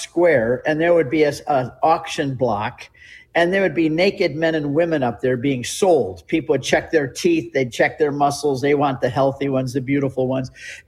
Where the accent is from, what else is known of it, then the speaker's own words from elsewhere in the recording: United States; I love being American